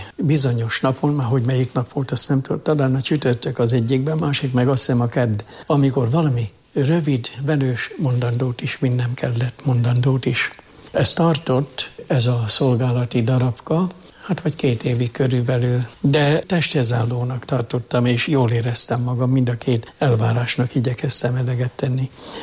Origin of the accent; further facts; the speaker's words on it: Jászárokszállás, Jász-Nagykun-Szolnok, Hungary; moved away; És ami még a szülőhazám idejére visszanyúlik, ott minden első szombaton mondattak szentmisét papi hivatásokért. Na most akkor ezt elmondom. Édesanyám benne volt a tanyai világnak, a gyászárokszállási tanyai körzetnek a Rózsafűzér társulatába.